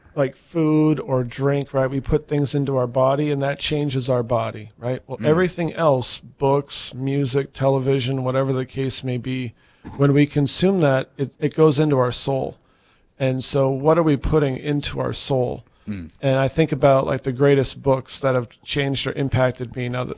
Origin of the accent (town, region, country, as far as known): Jamestown, North Dakota, United States; born or raised there; now in Fargo, United States